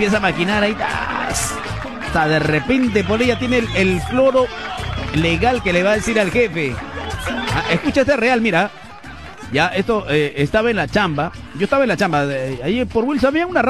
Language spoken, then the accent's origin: Spanish; Peru